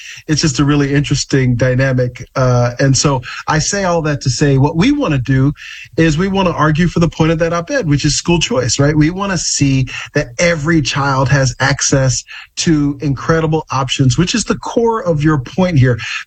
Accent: Deep South, United States; I grew up in the Deep South

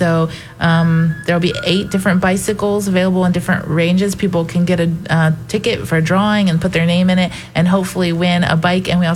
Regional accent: Massillon, Ohio, United States; Yeah, I originally grew up in Massillon, Ohio.

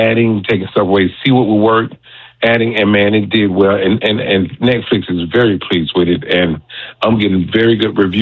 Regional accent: Atlanta, Georgia, United States; I'm born and raised in Atlanta from the west side. And I can remember when the building was a Sears and Roebuck.

